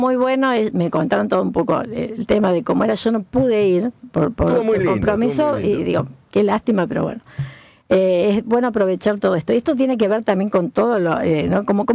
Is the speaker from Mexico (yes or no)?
no; Argentina; Bueno, ahora te voy a decir algo. Tenemos, somos argentinos.